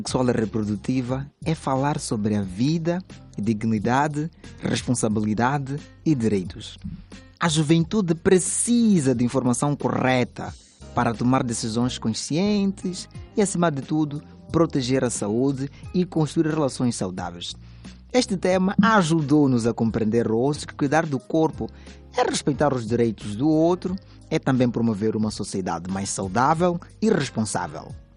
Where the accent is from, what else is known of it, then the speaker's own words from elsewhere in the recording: France; also born or lived in Dubai / Abu Dhabi / Portugal; now in Mozambique; eu nasci em Dubai, a minha infância resume-se na França, fiz o ensino primário em Abu Dhabi, o ensino secundário foi em Portugal e recentemente cheguei a Moçambique.